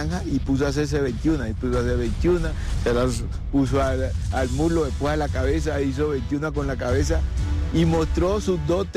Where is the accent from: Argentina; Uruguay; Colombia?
Colombia; a mí me escogían de acá de Colombia para ir a representar el país en esos juegos.